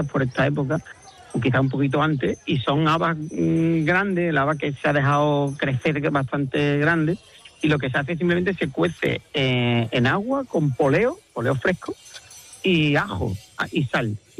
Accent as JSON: {"language": "Spanish", "region": "Andalusia", "country": "Spain", "said": "mi pueblo está a 40... Yo digo que Villarro está a 40 kilómetros de todo, porque está a 40 kilómetros de Huelva capital, está a 45 de Sevilla"}